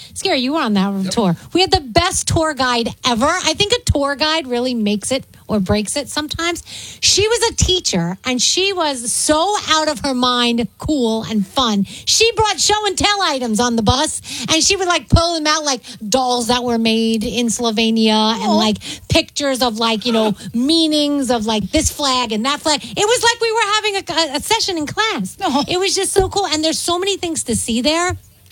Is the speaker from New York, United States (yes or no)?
yes; New York, United States; So, you know, we're from New York. So we were like shorts and maybe a little light sweater.